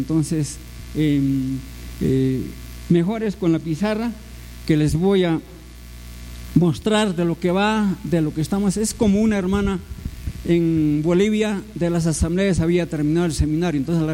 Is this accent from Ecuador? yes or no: no; Tacna, Peru; born there; also born or lived in Colombia; now in Yunguyo, Peru; Nací en una denominación que se llama la Convención Bautista de los Estados Unidos, ahí nací, en Tacna.